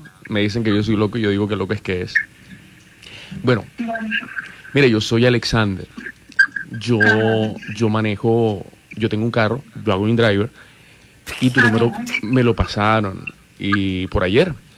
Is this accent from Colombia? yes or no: yes; Barranquilla, Atlántico, Colombia; Yo soy de aquí de Barranquilla.